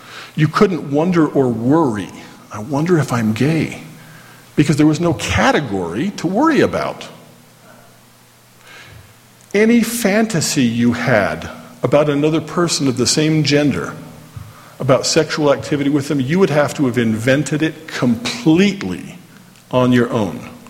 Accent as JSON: {"language": "English", "town": "Orem", "region": "Utah", "country": "United States", "tie": "born or raised there", "said": "I could find the Great Salt Lake, and I grew up here in Orm, so I know it was just a little bit south of there, right about in there. That's where we live."}